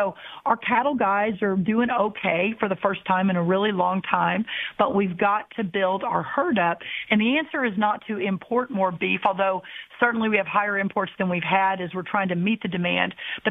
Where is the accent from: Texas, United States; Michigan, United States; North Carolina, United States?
Texas, United States; Well, I'm from a red state. I'm from Texas.